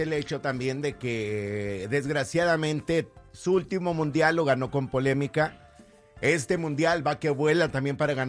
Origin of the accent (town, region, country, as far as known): Mexico